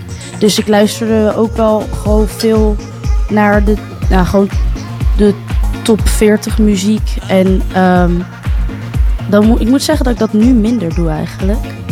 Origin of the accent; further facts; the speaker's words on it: Gouda, South Holland, Netherlands; moved away as an adult; now in Enschede, Netherlands; Ik kom uit Gouda.